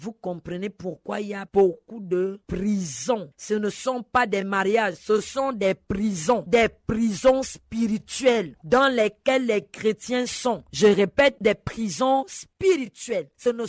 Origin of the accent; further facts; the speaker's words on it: Gabon; now in Côte d'Ivoire; est récurrent au Gabon chez moi? On a eu cela. Tout le monde est d'accord avec moi que ça ne va pas. Je viens ici en Côte d'Ivoire, j'entends pire.